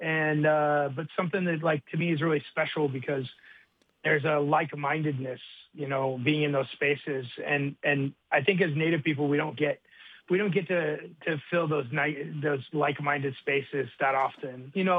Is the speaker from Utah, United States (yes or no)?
yes; Utah, United States; also born or lived in back east; now in Denver, United States; I grew up in Utah as well, so. Technically, I'm home, I guess.